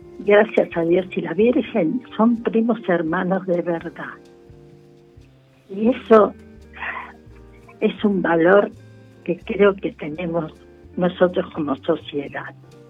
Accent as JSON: {"language": "Spanish", "town": "Avellaneda", "region": "Buenos Aires Province", "country": "Argentina", "tie": "born or raised there", "said": "Fui criada en Avellaneda, nací en el Hospital Fiorito, mi madre también."}